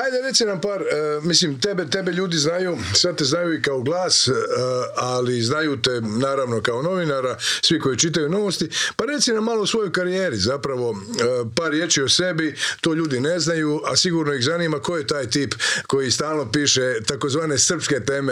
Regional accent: Zagorje, Croatia; Zagrebčanka, da, ja sam iz Zagorje.

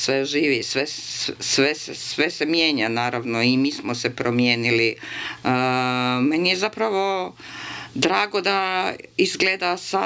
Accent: Zagreb, City of Zagreb, Croatia; born there; Žao mi je jedino što je to Zagreb stradao u potresu, pa je to još vidljivo, ali volim, to je moj rodni grad

